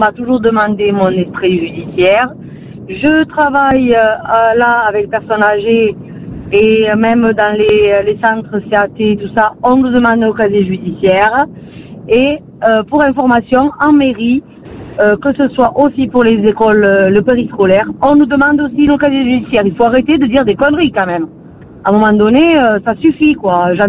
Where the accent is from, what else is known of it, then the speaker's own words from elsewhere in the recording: Occitanie, France; Oui, bonjour … je suis du Gers.